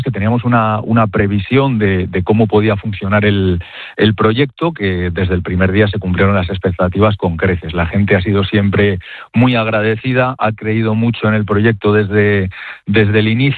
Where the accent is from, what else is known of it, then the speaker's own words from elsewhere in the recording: Mayorga, Castile and León, Spain; habrán venido a Mayorga, que es mi pueblo, a verme